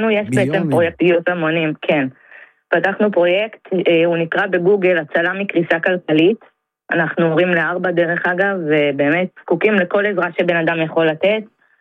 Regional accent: Elad, Central District, Israel; אני מאלעד.

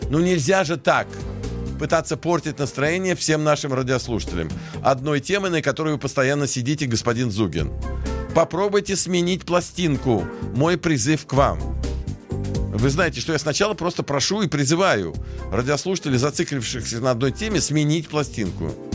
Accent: Kerch, Crimea, Ukraine; now in Israel; Я израильтянин. Я не понимаю, почему вы их сюда посылаете, эти вопросы. Я израильтянин из Крыма, Керчи, там, где Багировский ров, где гитлеровцы уничтожили 7 тысяч евреев

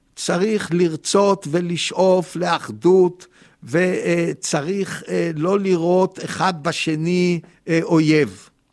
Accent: Tel Aviv, Tel Aviv District, Israel; אני גדלתי בצפון תל אביב, כאילו האזור יחד עם עוד כמה הכי מסגשגים והכי טובלים בכל טוב

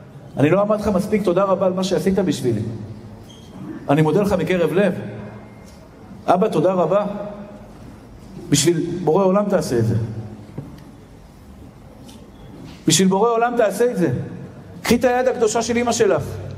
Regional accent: Tel Aviv, Tel Aviv District, Israel; הילד הקטן שנולד בשכונת התקווה. אני תמיד זוכר מאיפה באתי, אני לא אשכח את זה לעולם.

